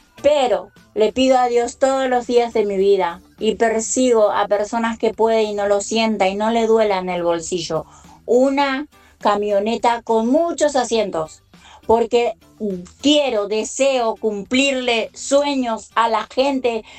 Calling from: Ituzaingó, Buenos Aires Province, Argentina; de Ituzaingó.

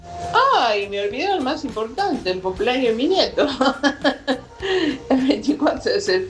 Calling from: Lomas del Mirador, Buenos Aires Province, Argentina; de Lomas del Mirador.

